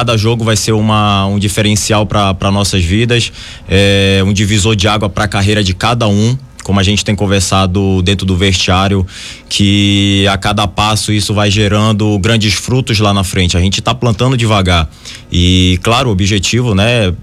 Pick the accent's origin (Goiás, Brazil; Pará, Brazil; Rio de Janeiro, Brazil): Pará, Brazil; Belém; moved away as an adult; now in Farroupilha, Brazil; Eu sou natural de Belém do Pará, lá do norte.